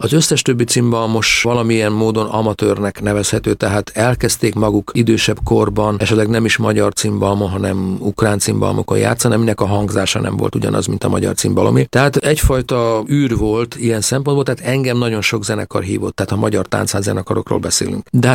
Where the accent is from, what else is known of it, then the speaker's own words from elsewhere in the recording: Hungary; én, mint magyar állampolgár